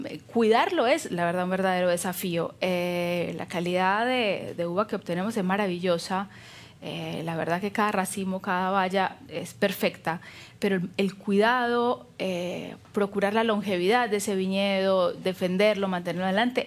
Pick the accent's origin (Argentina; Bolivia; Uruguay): Argentina; nosotros como viticultura argentina.